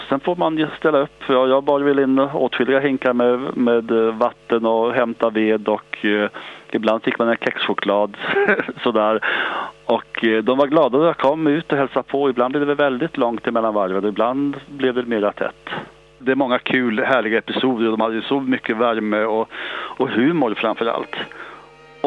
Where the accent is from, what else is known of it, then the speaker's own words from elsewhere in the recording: Småland, Sweden; där jag växte upp i Småland.